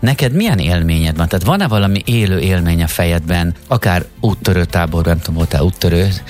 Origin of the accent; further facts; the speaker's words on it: Szeged, Csongrád-Csanád, Hungary; moved away; mi közös városból származunk, vagy legalábbis mindkettőnknek Szeged az a városa, amit nagyon szeretünk, és onnan elindult a pályánk.